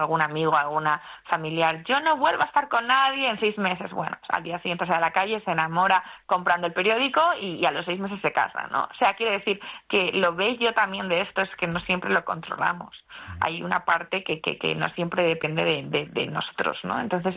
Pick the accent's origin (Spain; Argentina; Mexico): Spain; Los hombres que crecimos en la España de los años 70, 60, eso era una selva